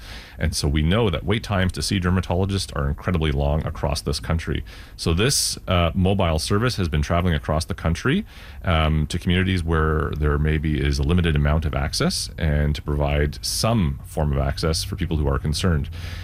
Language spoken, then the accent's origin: English; Ottawa, Ontario, Canada; I'm a dermatologist from Ottawa, actually.